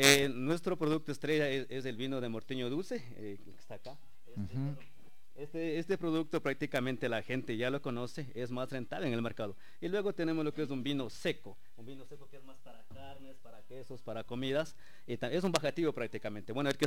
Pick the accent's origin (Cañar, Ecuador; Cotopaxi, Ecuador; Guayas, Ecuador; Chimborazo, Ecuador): Cotopaxi, Ecuador; Sigchos; nosotros somos uh-huh. del Cantón Sitios, como de aquí en Ticusí.